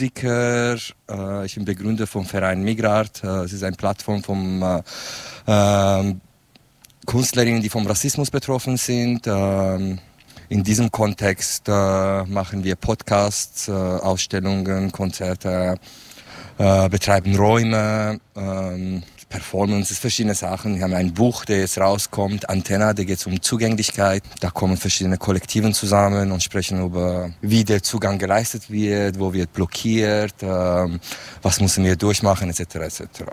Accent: Kurdistan, Iran; German is a second language; moved away as an adult; now in Switzerland; Ich komme aus Rojalat. In Rojalat, ich habe IT studiert und ich bin dann mit 19 raus, aus politischen Gründen. Ich lebe jetzt seit 16, 17 Jahren in der Schweiz.

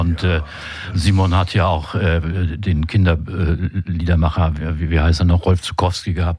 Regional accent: Ehndorf, Schleswig-Holstein, Germany; ich bin kein Neumünsteraner wirklich. Ich bin ein Ehendorfer, aber Ehendorf ist ja nicht eine Vorstadt von Neumünster, aber ein Vordorf von Neumünster.

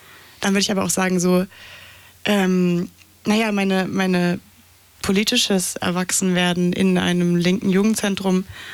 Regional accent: Berlin, Germany; ich komme aus Berlin und ich komme genau aus der Ecke, wo so

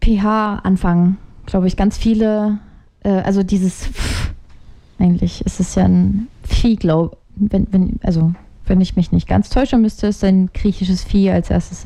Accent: Ukraine; German is a second language; now in Germany; weil in meinem Heimatland der Ukraine Krieg ist

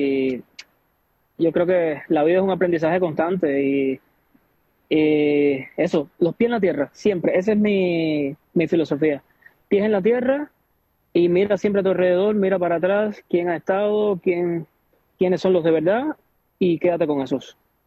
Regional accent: Cuba; moved away as an adult; now in Switzerland; yo soy un artista cubano, radicado ahora mismo aquí en Suiza

